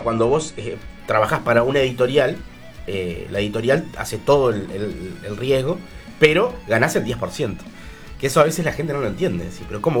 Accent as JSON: {"language": "Spanish", "town": "Parque del Plata", "region": "Canelones", "country": "Uruguay", "moved": "yes", "lives_now": "Atlántida, Uruguay", "said": "Yo soy de Parque del Plata Norte. Digo, si tengo que definir, sí. Soy de Parque del Plata Norte, de la estación Parque del Plata. Bien cerquita del arroyo, Solís Chico. Los avatares de la vida me han ido llevando por diferentes lugares y ahora volví a Atlántida, muy cerquita de Parque del Plata"}